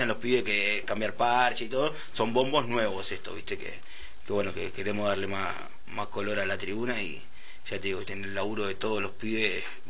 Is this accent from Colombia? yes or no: no; Quilmes, Buenos Aires Province, Argentina; moved away as an adult; now in Morón, Argentina; Yo soy de La Florida, cerca de 850 y 876, pero bueno, estoy viviendo en Morón hace como 5 años ya. Casi.